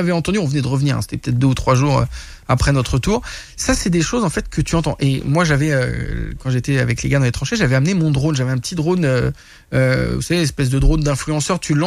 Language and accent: French; France; now in Canada; parce que je suis français et qu'il y a eu les forces françaises qui ont été engagées, de deux, parce que je suis canadien de cœur maintenant